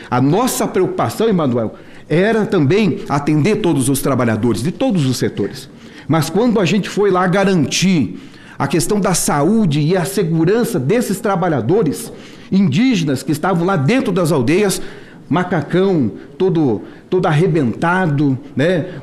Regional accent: Santa Catarina, Brazil; now in Chapecó, Brazil; em especial lá do meu estado de Santa Catarina

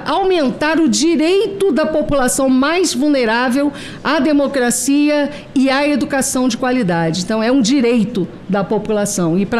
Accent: Campos dos Goytacazes, Rio de Janeiro, Brazil; E nem chuvisco, porque eu sou de Campos, Goitacazes.

